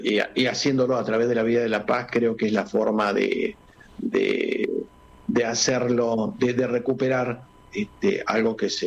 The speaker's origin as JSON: {"language": "Spanish", "region": "Salta", "country": "Argentina", "moved": "yes", "lives_now": "Córdoba, Argentina", "said": "nunca dejo de ser salteño, vivo pensando en mi tierra y vivo permanentemente estando en mi tierra."}